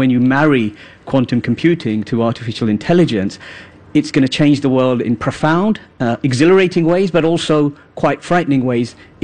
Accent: United Kingdom; because I myself, as a British Asian, who grew up watching James Bond with my dad

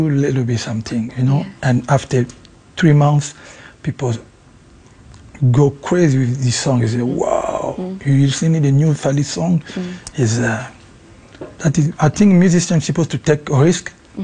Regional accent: Kinshasa, DR Congo; first language Lingala; English is a second language; moved away as an adult; also born or lived in Paris; I grew up in Kinshasa, and I go to the Paris when I was used to be a little bit, you know, like 19, 20. So I have both culture, you know, Congolese culture

